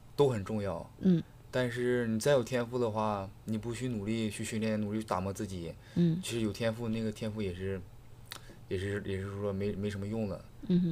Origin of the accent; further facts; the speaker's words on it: Wafangdian, Liaoning, China; 因为怎么说呢，我从小我就在这个地方长大嘛，然后包括我之前去成都，每次回家我就感觉家里就特别好